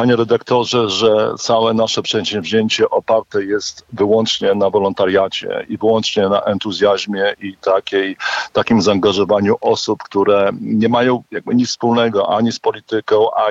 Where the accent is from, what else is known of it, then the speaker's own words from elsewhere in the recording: Warsaw, Masovian Voivodeship, Poland; jako obywatel Warszawy, jako warszawiak